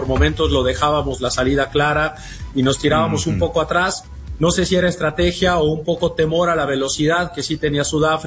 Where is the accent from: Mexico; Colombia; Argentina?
Mexico; y pues también somos mexicanos y apoyamos a todos los que juegan en la selección de México